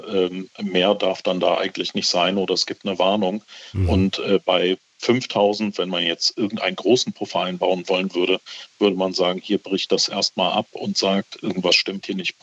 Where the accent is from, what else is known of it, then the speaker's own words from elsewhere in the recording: Germany; ich eben als Deutscher